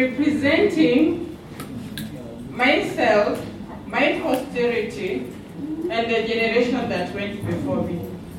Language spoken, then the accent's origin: English; Kenya; I am a Kenyan as a matter of right.